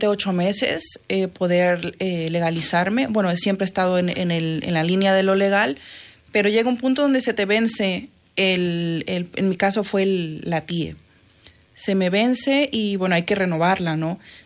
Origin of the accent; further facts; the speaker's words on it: Mexico; now in Spain; Al menos hablando yo como mexicana, sí he sentido mucha calidez por parte de la comunidad española.